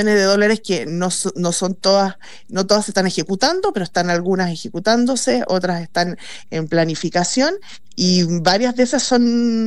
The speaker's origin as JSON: {"language": "Spanish", "country": "Chile", "said": "los chilenos vamos para allá"}